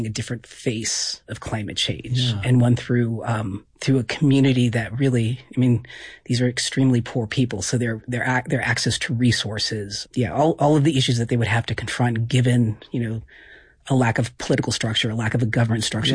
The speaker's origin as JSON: {"language": "English", "region": "Pacific Northwest", "country": "United States", "tie": "born or raised there", "said": "I've spent most of my life up in the Pacific Northwest"}